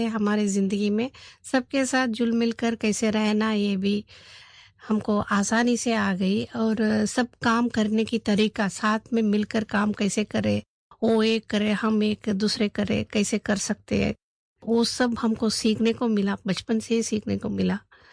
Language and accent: Hindi; Bengaluru, Karnataka, India; हम बचपन से दादी के साथ ही पले बड़े हैं। अब हमारे घर धार्मिक प्रवृत्ति है और बड़ा घराना था वहाँ हमारा, वहाँ बेंगलोर में।